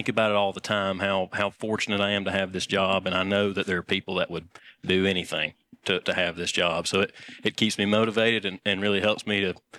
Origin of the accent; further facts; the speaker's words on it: Maryville, Tennessee, United States; Well, again … I grew up in Blount County, Maryville.